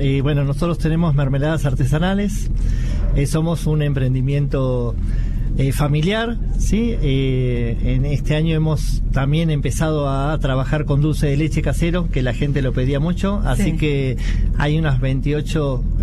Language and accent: Spanish; Los Reartes, Córdoba, Argentina; estamos del otro lado del río, somos de Los Reartes